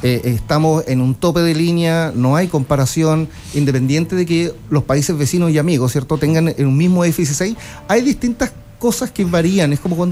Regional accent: Chiloé, Los Lagos, Chile; moved away; en mi caso particular, por ejemplo, yo soy de Chiloé.

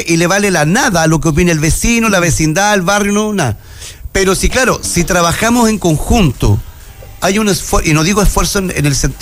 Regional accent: Antofagasta, Chile; soy de Antofagasta.

